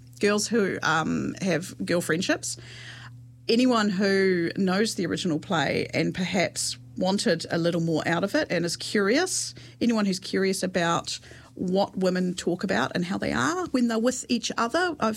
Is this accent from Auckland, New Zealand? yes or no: no; Queenstown, Otago, New Zealand; born there; also born or lived in Dunedin; I grew up in Queenstown in the 80s